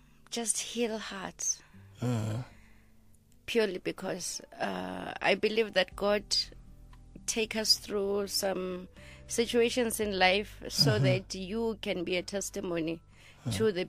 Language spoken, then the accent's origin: English; Frankfort, Free State, South Africa; A lot of people who are from Frankfurt, majority of us are talented.